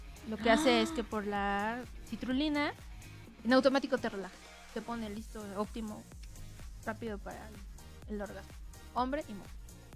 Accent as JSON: {"language": "Spanish", "country": "Mexico", "said": "nosotros como mexicanos"}